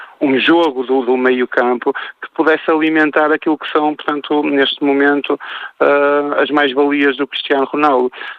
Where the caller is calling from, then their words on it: Portugal